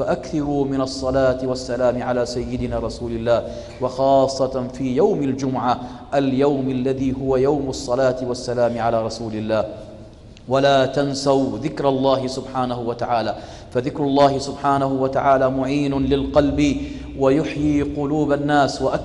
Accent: Jordan

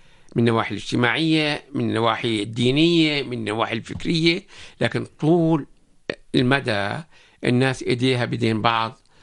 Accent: Jordan; لكن بالأردن إحنا

